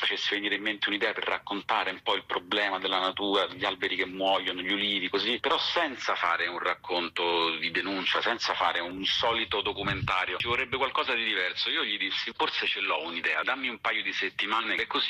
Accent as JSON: {"language": "Italian", "region": "Apulia", "country": "Italy", "moved": "yes", "said": "io sono pugliese di origine"}